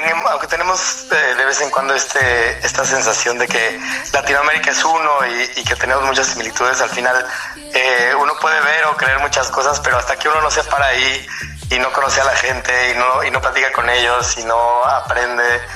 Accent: Mexico; quise representar pues mis raíces, ¿no? Que siguen siendo mexicanas y serán siempre

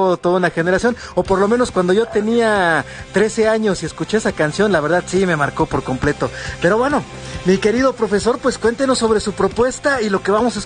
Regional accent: Mexico; como buenos mexicanos y como buenos amantes de la música, pues nosotros continuamos con nuestras vidas

